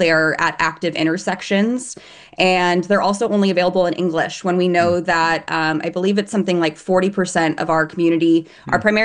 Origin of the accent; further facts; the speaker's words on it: Gilroy, California, United States; I mean, I grew up in Gilroy. I went to Gilroy High School